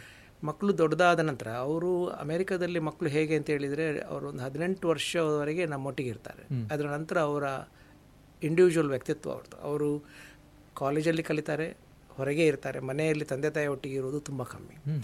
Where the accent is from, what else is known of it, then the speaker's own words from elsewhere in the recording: Dandeli, Karnataka, India; born there; moved away as an adult; also born or lived in Thumbe, Bantwal taluk / Surathkal; ಹುಟ್ಟಿದ್ದು ಇಲ್ಲಿ ಬಂಟ್ವಾಳ ತಾಲೂಕಲ್ಲಿ, ತುಂಬೆ ಅಂತ ಹೇಳೋ ಪ್ರದೇಶದಲ್ಲಿ. ಆದರೆ ಬೆಳೆದದ್ದು 7ನೇ ತರಗತಿಯವರೆಗೆ ದಾಂಡೇಲಿ ಅಂತ ಹೇಳುವ ಪ್ಲೇಸಲ್ಲಿ.